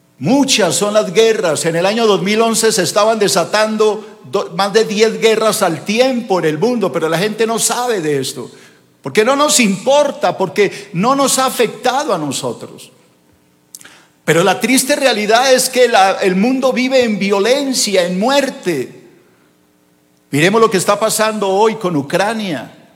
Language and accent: Spanish; Colombia; born there; Desde que yo nací, he vivido en este mundo de violencia. Nacimos en Colombia, un país dividido, polarizado